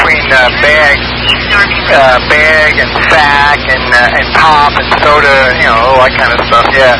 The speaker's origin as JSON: {"language": "English", "region": "New York", "country": "United States", "accent": "New York", "moved": "yes"}